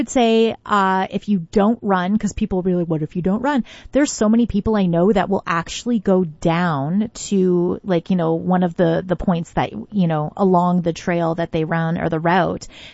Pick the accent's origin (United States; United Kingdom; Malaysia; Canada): Canada; Tecumseh, Ontario; I grew up in Tecumseh